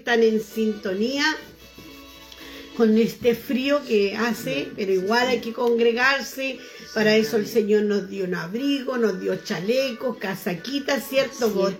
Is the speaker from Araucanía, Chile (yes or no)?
yes; Purén, Araucanía, Chile; Mira, de San Carlos de Purén, soy de San Carlos de Purén, que Dios bendiga a mi hermana Gloria Soledad de allá de Purén